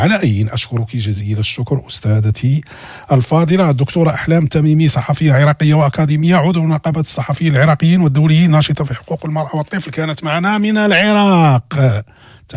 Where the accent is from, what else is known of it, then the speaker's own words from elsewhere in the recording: Morocco; عندنا في المغرب